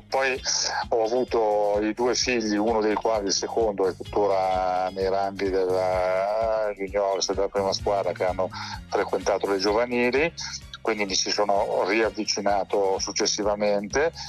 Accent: Novi Ligure, Piedmont, Italy; also born or lived in Turin; io ho sempre vissuto a Novi Ligure, sono nato a Torino ma praticamente non ci ho mai abitato, nemmeno proprio da infante

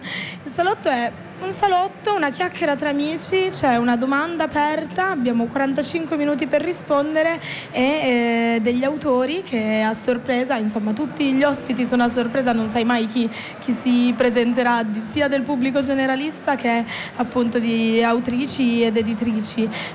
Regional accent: Turin, Piedmont, Italy; Io sono torinese, sì, studio lettere moderne a Palazzo Nuovo

